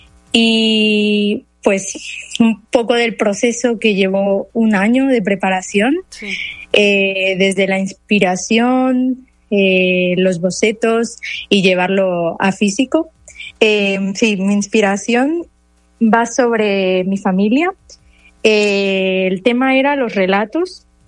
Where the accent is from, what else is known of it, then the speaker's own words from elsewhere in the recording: Veracruz, Mexico; now in Madrid, Spain; soy de Veracruz, actualmente vivo en Madrid, estoy estudiando la carrera de diseño de moda